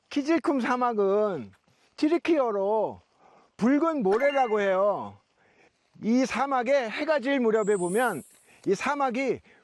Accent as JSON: {"language": "Korean", "country": "South Korea", "said": "네. 한국에서 왔어요."}